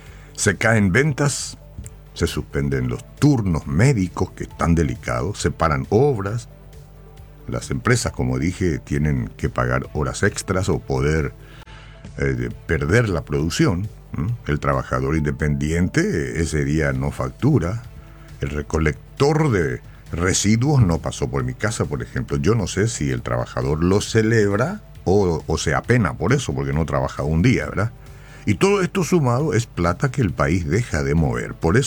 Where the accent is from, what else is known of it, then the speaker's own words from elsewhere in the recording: Paraguay; porque somos paraguayos y llevamos la albirroja en el corazón